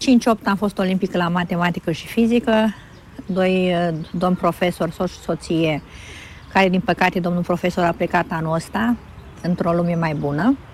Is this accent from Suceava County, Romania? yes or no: yes; Suceava, Suceava County, Romania; m-am născut în 66, venit într-un universul ăsta, într-un zi sfânt în noaptea de înviere. Sunt din Suceava, sunt mamă și bunică.